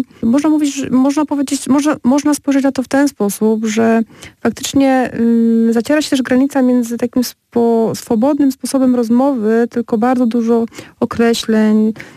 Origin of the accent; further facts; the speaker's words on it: Kluczbork, Opole Voivodeship, Poland; bo ja pochodzę z Kuszborka i tam dyskusyjny klub filmowy przed wielu laty był, akurat filmowy.